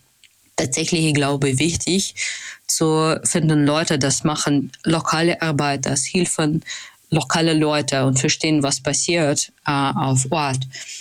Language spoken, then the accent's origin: German; Russia; German is a second language; Und ich komme aus Russland, dieser Staat vertritt nicht automatisch meine Interesse